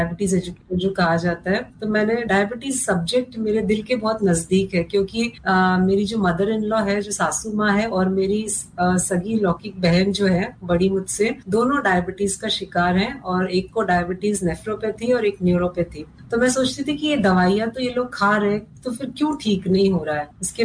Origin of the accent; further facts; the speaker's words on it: Mumbai, Maharashtra, India; मैं मुंबई की रहने वाली हूँ